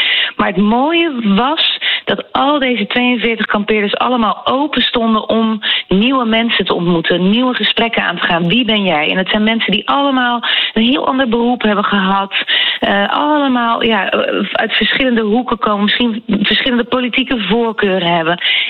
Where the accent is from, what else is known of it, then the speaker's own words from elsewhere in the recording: Schiedam, South Holland, Netherlands; ik ben opgegroeid in de Westlander in Schiedam, en die wonen allemaal daar in die straten daaromheen. Dus ik kom er nog best vaak.